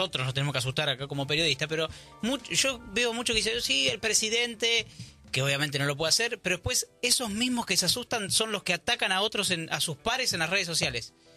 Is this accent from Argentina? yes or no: yes; Argentina; Bueno, pero más lento, quizás como somos los argentinos vamos a decir Gucci Alpine.